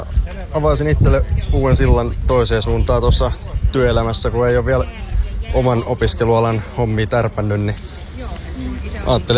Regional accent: Hamina, Kymenlaakso, Finland; Olen Haminasta, joo.

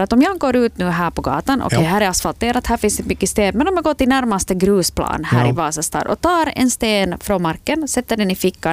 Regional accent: Finland; Här i Finland så kan vi ju stoltsera med det att det här är ett väldigt tryggt land att bo i.

